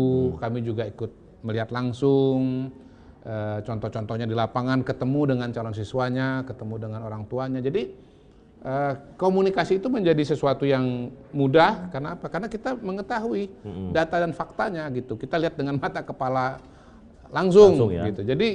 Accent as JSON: {"language": "Indonesian", "town": "Palembang", "region": "South Sumatra", "country": "Indonesia", "tie": "born there", "also_born_or_lived": "Central Kalimantan", "said": "Kebetulan karena saya lahir di Palembang, terus lama tinggal di Kalimantan Tengah, ini dua daerah yang kalau ada kebakaran hutan itu paling parah."}